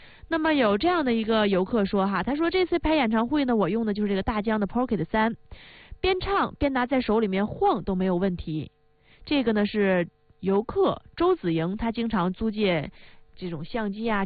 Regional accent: Northeast China, China; accent: Northeastern dialect; 用我们东北话来说哈，不想大包小裹的。

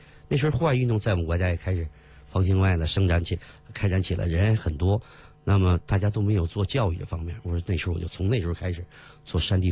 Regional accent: Northeast China, China; 我老家是东北的，那么一个人去了，我记得十八岁左右的时候

